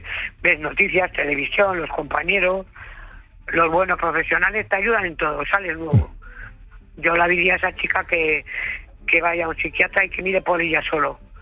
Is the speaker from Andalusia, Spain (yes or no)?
no; Burgos, Castile and León, Spain; De Villimar, de San Cristóbal.